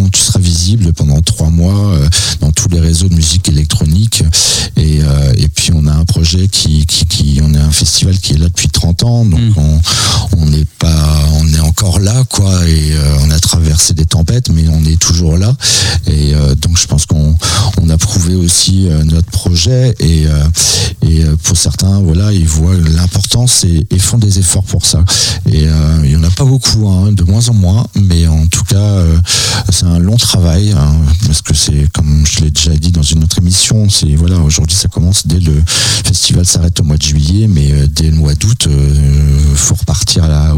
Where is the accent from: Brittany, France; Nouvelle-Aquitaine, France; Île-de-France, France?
Brittany, France; En tant que breton, j'étais même rancunier, terminé.